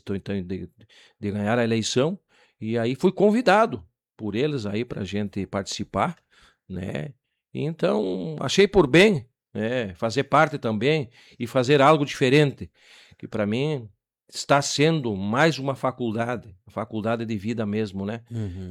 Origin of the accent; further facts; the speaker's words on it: Cruz Alta, Rio Grande do Sul, Brazil; born there; also born or lived in Fortaleza dos Valos; now in Itaíba, Brazil; eu sou natural do município de Cruz Alta.